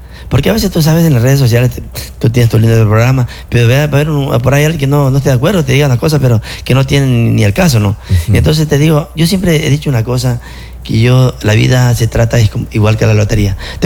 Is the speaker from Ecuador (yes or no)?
yes; Santo Domingo, Santo Domingo de los Tsáchilas, Ecuador; muchos empresarios de Santo Domingo tenemos que hacer eso